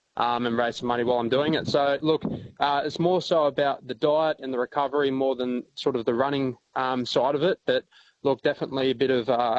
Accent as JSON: {"language": "English", "town": "Mildura", "region": "Victoria", "country": "Australia", "tie": "born there", "said": "Like I said, I was born in Mildura, so I've still got family in the area, grandparents and cousins and uncles and stuff like that."}